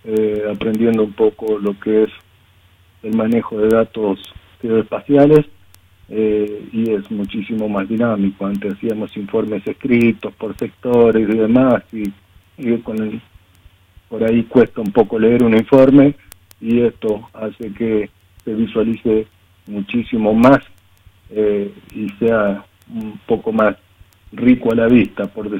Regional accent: Entre Ríos, Argentina; moved away; Yo soy de la provincia de Entre Ríos

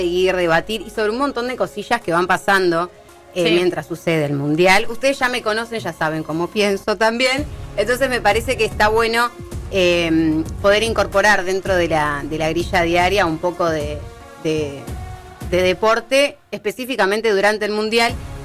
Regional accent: Argentina; soy argentina y porque es la tierra de Maradona.

